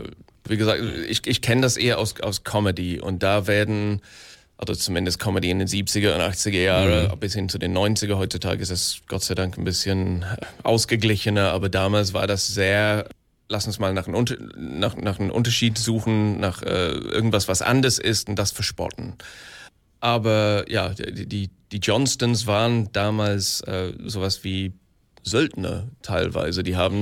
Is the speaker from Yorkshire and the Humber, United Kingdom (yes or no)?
yes; Yorkshire and the Humber, United Kingdom; wo ich groß geworden bin in Yorkshire, da kann man Viertelstunde Auto fahren nach Lancashire und da reden die Leute auch ganz anders.